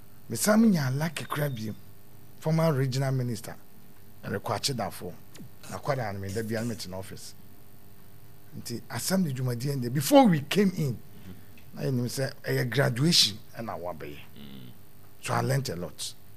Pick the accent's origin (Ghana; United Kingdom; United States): Ghana; This is my hometown. I started school here, went to Presby, went to St. Peter, went to Cape Coast and came back, went to University of Kwame Nkrumah University of Science and came back. So I'm staying here.